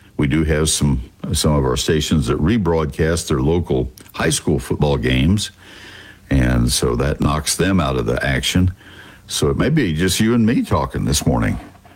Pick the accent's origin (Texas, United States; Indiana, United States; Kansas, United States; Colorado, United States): Texas, United States